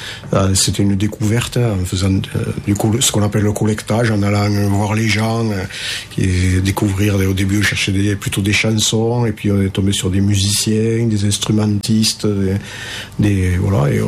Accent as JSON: {"language": "French", "town": "Toulouse", "region": "Occitanie", "country": "France", "tie": "born or raised there", "lives_now": "Cardaillac, France", "said": "Alors, natif de Toulouse."}